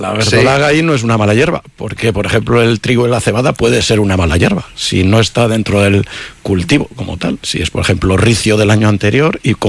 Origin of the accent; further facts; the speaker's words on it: Carrión de los Condes, Castile and León, Spain; yo por ejemplo soy de Carrión